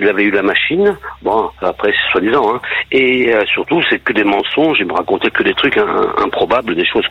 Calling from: Saint-Denis-de-Pile, Nouvelle-Aquitaine, France; De Saint-Denis-de-Pile

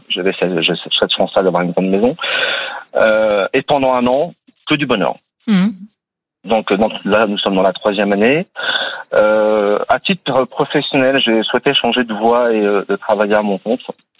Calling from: Normandy, France; je vis en Normandie

